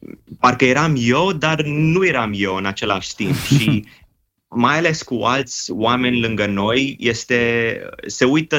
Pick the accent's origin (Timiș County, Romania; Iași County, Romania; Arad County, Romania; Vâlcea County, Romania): Iași County, Romania; mama se trage de acolo, bunicii mei sunt din Moldova de lângă Iași. Așa. Și am copilărit pe acolo și am avut tot timpul curiozitatea asta să aflu mai departe.